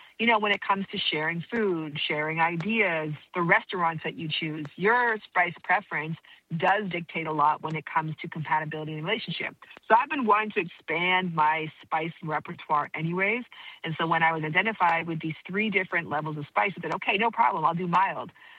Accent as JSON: {"language": "English", "country": "Canada", "moved": "yes", "lives_now": "Los Angeles, United States", "said": "because I now live in Los Angeles, but I'm originally from Canada."}